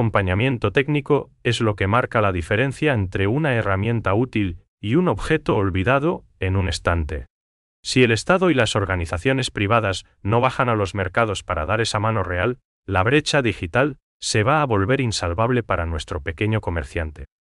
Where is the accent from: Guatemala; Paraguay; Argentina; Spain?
Paraguay; nos caracteriza como paraguayos.